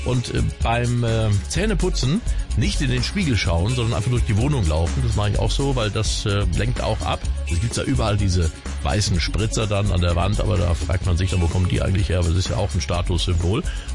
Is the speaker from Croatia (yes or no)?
no; Spain; German is a second language; Da schimpft man nicht den ganzen Tag, sondern ich bin ja Spanier.